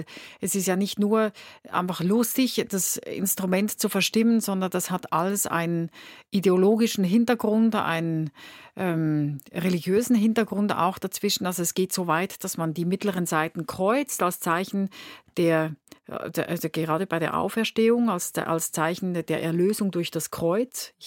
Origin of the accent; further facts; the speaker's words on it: Winterthur, Zurich, Switzerland; born there; Und es gibt aus meiner Geburtsstadt in Winterthur gibt es eine Stiftung